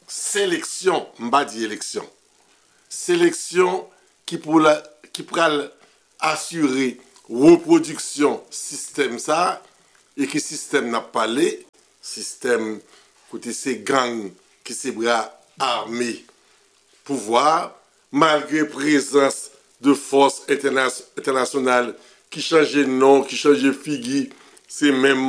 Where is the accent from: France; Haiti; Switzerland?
Haiti; Mais, en tant qu'haïtien, Julien, n'a vive au moment